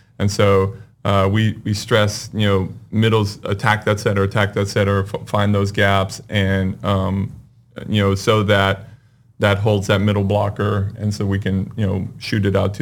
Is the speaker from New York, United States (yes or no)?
no; California, United States; born or raised there